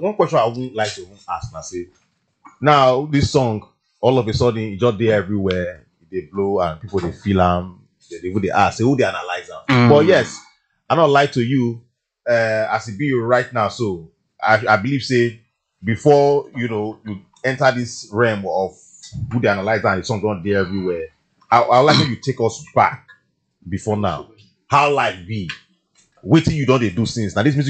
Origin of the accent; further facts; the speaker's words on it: Niger Delta, Nigeria; I'm from the Niger Delta.